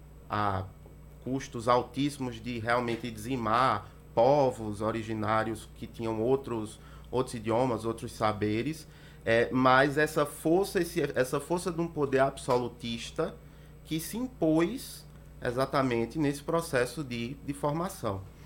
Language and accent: Portuguese; Brazil